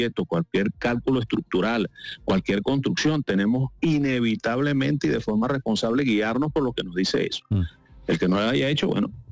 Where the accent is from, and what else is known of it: Venezuela